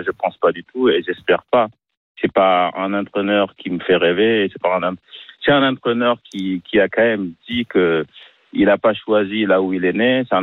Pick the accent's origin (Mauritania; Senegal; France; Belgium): Senegal; Oui, je suis sénégalais, mais on sait quand même être objectif.